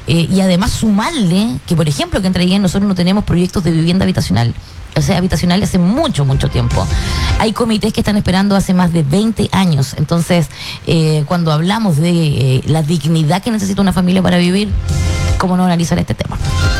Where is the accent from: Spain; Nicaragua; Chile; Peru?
Chile; finalmente igual somos chilenos